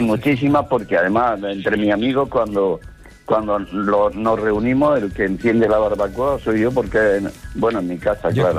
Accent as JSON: {"language": "Spanish", "town": "Almería", "region": "Andalusia", "country": "Spain", "lives_now": "Torrelavega, Spain", "said": "Sí, aunque soy de Almería."}